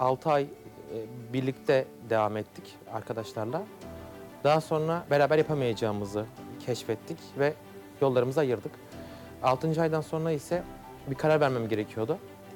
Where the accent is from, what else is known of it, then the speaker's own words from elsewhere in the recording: Bilecik, Turkey; 1992 yılı Bilecik doğumluyum. İki çocuklu bir aileden geliyoruz. Bütün yaşantımı Bilecik'te geçirdim. Yaklaşık 18 yaşına kadar Bilecik'te büyüdük.